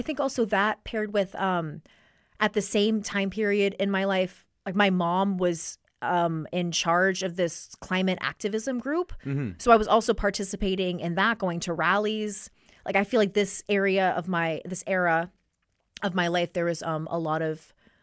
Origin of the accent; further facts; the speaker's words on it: Vancouver, British Columbia, Canada; growing up in Vancouver, I feel like I spent a lot of time in forests.